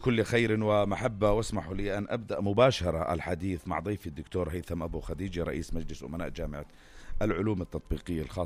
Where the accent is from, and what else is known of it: Jordan